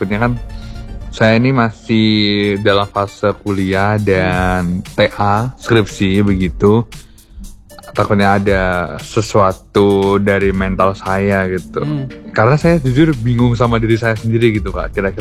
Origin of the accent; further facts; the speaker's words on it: Sleman, Special Region of Yogyakarta, Indonesia; Saya dari Sleman aja, gak jauh-jauh.